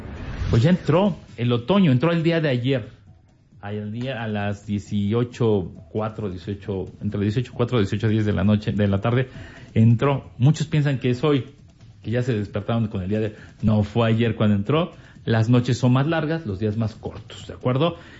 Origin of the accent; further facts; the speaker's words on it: Mexico; Soy mexicano